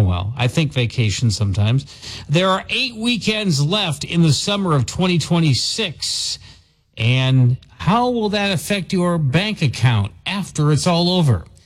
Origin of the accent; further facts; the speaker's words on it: Ireland; And as an Irishman, it's one of my favorite cities.